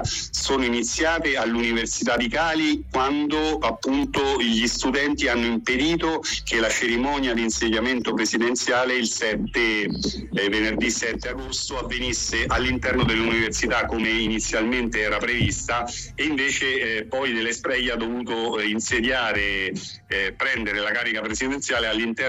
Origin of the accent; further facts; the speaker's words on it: Terni, Umbria, Italy; io che sono di Terni